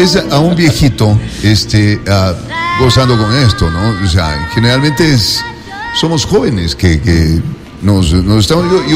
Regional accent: Ecuador; Es que yo soy el típico ecuatoriano que se alegra con música.

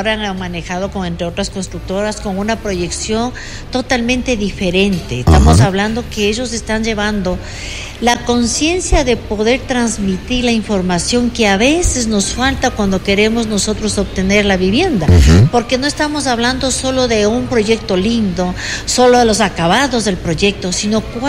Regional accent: Ecuador

